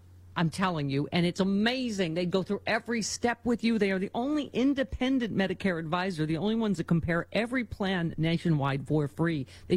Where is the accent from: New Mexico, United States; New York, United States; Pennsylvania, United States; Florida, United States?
New York, United States; Cheektowaga; I'm from Chickawaga.